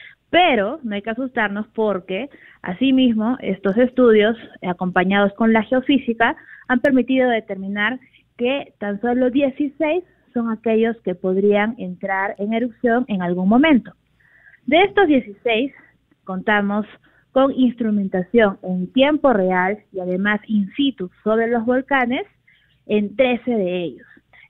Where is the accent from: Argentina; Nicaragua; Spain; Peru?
Peru; que es lo más importante como peruanos